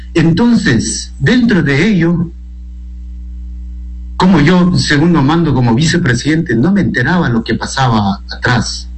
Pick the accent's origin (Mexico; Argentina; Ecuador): Ecuador; Morona Santiago; yo sinceramente soy de Pachacuti, yo soy electo por Pachacuti.